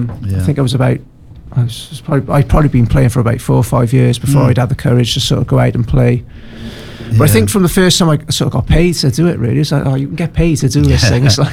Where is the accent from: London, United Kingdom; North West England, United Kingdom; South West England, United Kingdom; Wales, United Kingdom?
Wales, United Kingdom; St. Julian's; I suppose I'm from St. Julian's, I mean, so that's where I grew up, really.